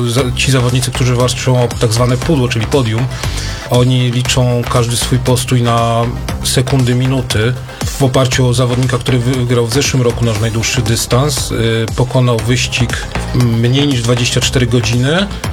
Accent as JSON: {"language": "Polish", "town": "Tarnów", "region": "Lesser Poland", "country": "Poland", "said": "pochodzę z Tarnowa."}